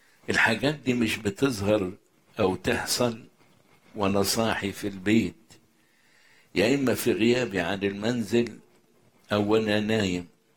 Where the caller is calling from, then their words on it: Cairo, Cairo Governorate, Egypt; من القاهرة، متجوز وعندي طفل 2 ونص.